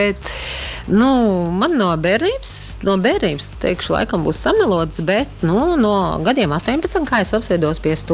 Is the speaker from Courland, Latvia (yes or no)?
yes; Ventspils, Courland, Latvia; es esmu no Ventspils, no Kurzemes